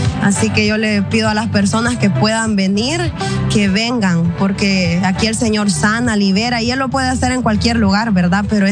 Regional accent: California, United States; vengo de Pandel, California, que está como casi a 2 horas de acá.

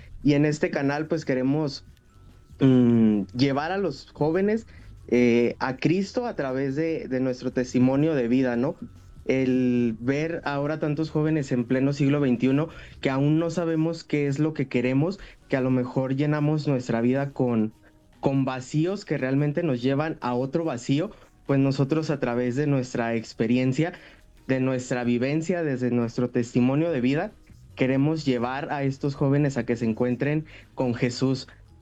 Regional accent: Zapopan, Jalisco, Mexico

